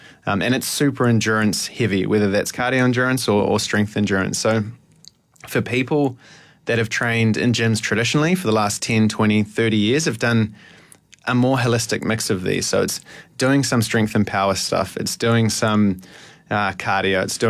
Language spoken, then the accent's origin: English; New Zealand; moved away as an adult; now in Malaysia; My life growing up in New Zealand was just all revolving around sport.